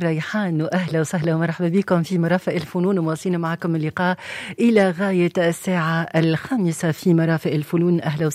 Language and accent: Arabic; Tunisia; accent: Tunisian; نساعدوا شوية البرا كما نقولوا بلهجتنا التونسية